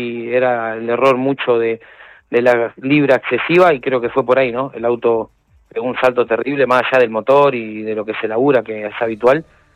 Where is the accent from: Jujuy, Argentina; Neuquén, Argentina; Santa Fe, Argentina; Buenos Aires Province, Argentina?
Buenos Aires Province, Argentina; La Plata; born there; now in Berisso, Argentina; Yo, nacido en La Plata, vivo en Berizzo.